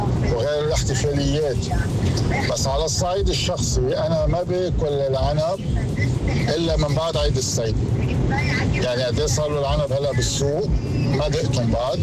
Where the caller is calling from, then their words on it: Beirut, Beirut Governorate, Lebanon; أنا من بيروت